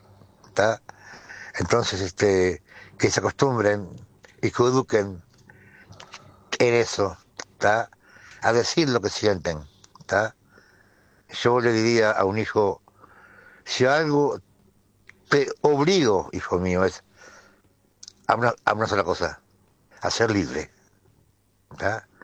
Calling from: Fray Bentos, Río Negro, Uruguay; me comunico desde Fray Bentos, Río Negro, República Oriental del Uruguay.

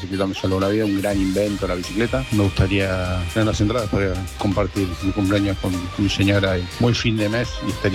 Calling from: Merlo, Buenos Aires Province, Argentina

